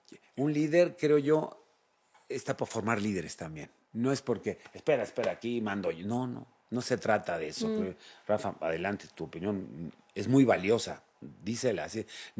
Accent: Mexico; siendo mexicanos, estando cuatro fuera

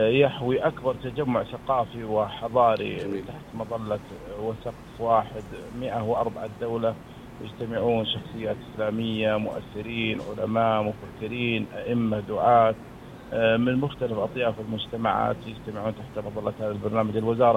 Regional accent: Saudi Arabia; نحن كمواطنين سعوديين

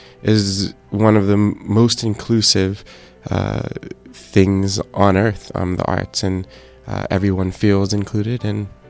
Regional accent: Pittsburgh, Pennsylvania, United States; I was born and raised in Pittsburgh.

